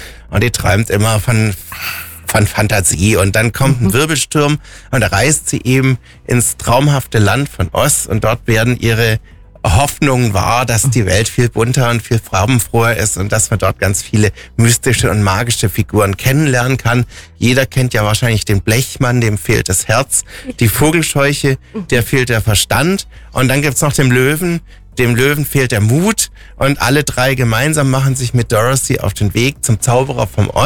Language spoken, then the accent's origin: German; Stuttgart, Baden-Württemberg, Germany; born there; moved away; für mich als gebürtiger Stuttgarter